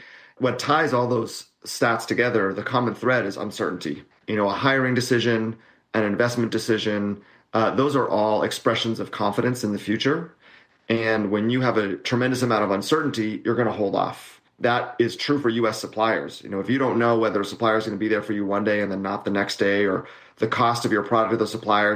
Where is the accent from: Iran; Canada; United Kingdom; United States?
Canada; You know, it certainly concerns me as a Canadian, because small business owners are a key engine of our economy